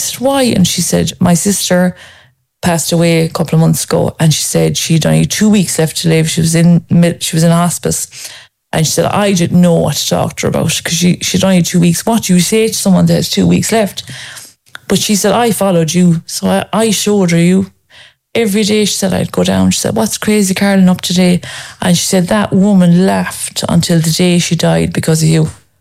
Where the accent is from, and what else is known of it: Ireland